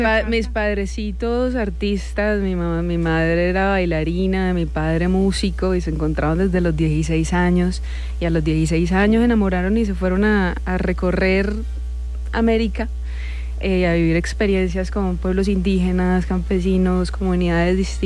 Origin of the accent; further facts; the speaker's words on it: Cali, Valle del Cauca, Colombia; moved away as an adult; nací en San Fernando, chiquitica, no, Peñón, y vivo en Cuarto de Legua